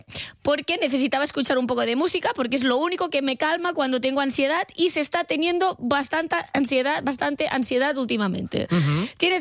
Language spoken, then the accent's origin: Spanish; Catalonia, Spain; yo pensaba que no podía ser más catalana, pues ahora soy más catalana aún.